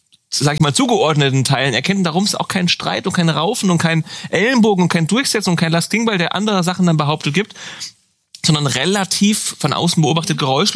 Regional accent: Hesse, Germany; born there; Das sage ich nicht nur, weil ich gebürtiger Hesse bin

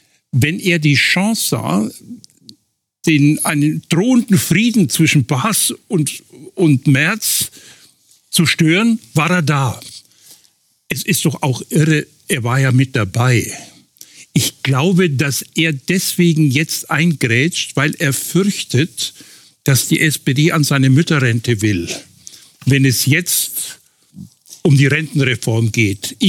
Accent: Nuremberg, Bavaria, Germany; born there; als gebürtiger Nürnberger

